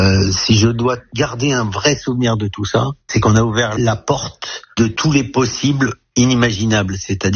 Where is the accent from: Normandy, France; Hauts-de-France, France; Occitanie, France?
Hauts-de-France, France; en tant que Picard, on avait le droit d'y croire.